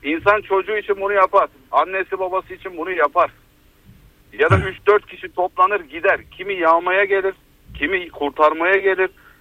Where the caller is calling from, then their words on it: Antalya, Turkey; ben Antalya'dan.